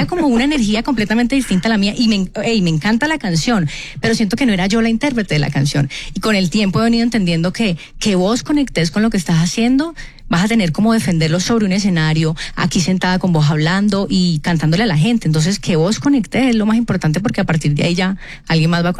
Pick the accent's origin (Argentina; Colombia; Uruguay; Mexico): Colombia; soy colombiana, amo el vallenato